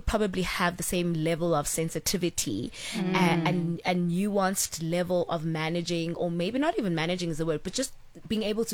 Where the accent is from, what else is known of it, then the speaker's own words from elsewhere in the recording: Pretoria, Gauteng, South Africa; born there; also born or lived in East London, Eastern Cape / Potchefstroom; being born in the Eastern Cape in East London. Then my mom moved here. Then, you know, I grew up in Pretoria for a bit.